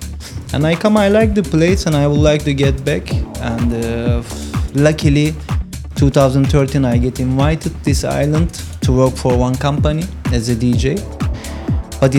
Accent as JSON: {"language": "English", "town": "Izmir", "region": "İzmir", "country": "Turkey", "tie": "born or raised there", "also_born_or_lived": "Antalya", "second_language": "English", "moved": "as an adult", "lives_now": "Phuket, Thailand", "said": "I been playing 2 years in my hometown in Izmir around, and after 2 years I decided to move to different direction to get out from my town and move to Antalya"}